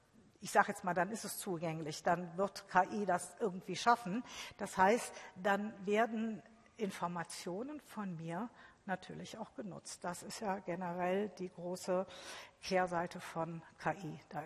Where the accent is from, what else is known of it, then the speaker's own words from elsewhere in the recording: Düsseldorf, North Rhine-Westphalia, Germany; Also ich komme ja aus Düsseldorf und da kann ich Ihnen sagen, ganz klar sagen Ihnen die Leute, dafür werden wir nicht bezahlt.